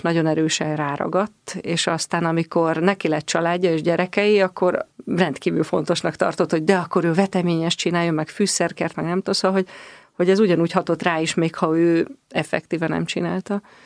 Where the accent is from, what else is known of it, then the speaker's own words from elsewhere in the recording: Komló, Baranya, Hungary; Komlón születtem, már jó régen, 54 éves vagyok, és ez ugye egy baranyai kisváros, Pécs vonzás körzetében, de ami a legfontosabb, hogy a Mecsek-hegységben